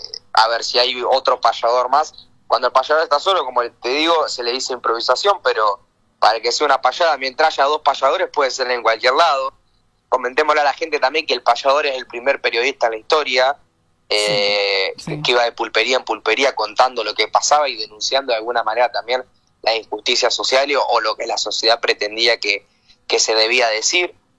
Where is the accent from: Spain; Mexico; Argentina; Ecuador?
Argentina; Dolores, Buenos Aires Province; tengo 20 años, soy de Dolores, provincia de Buenos Aires. Nací en Mar del Plata, sin querer porque nací prematuro. me tuvieron un mes prestado allá en la incubadora y me trajeron para Dolores, y acá en Dolores tuve toda mi crianza.